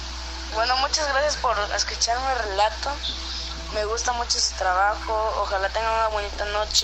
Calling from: Coatzacoalcos, Veracruz, Mexico; Soy de Coatzacoalcos, Veracruz.

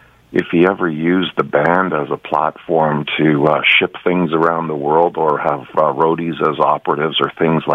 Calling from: Mississauga, Ontario, Canada; I'm from Mississauga.

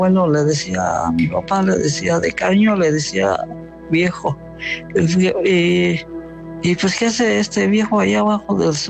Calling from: Mexico; actualmente ahorita vivo en Minas de Cristo.

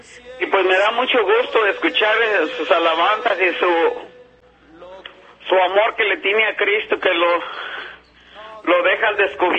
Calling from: Sanger, California, United States; Aquí de Sanger.

